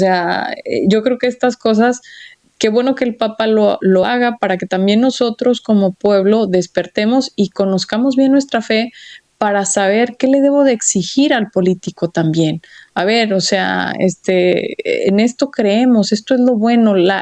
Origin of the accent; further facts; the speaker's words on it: Mexico; andan de chapulines decimos en México